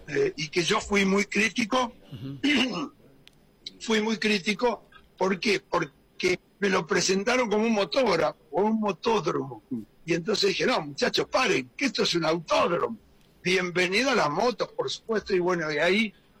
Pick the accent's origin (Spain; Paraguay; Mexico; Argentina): Argentina; Buenos Aires; son años desde niño que estoy acá, siendo un porteño, uno de los pocos porteños que en esa época corría